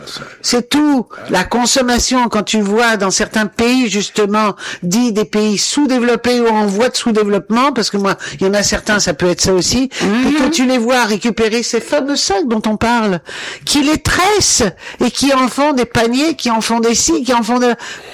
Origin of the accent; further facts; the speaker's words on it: France; Mais nous, pareil, chez nous en France, c'était la même chose.